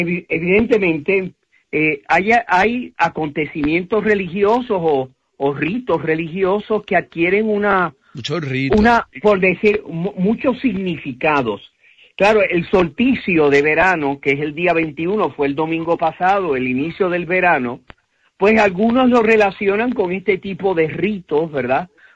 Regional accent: Puerto Rico; born there; moved away; also born or lived in New York; los puertorriqueños, algunos que nacimos allá

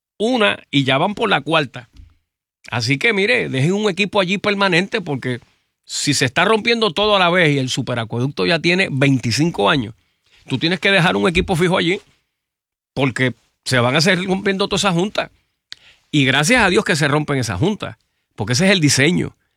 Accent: San Juan, Puerto Rico; tú y yo que nos criamos por Coupé y dimos vueltas por allí

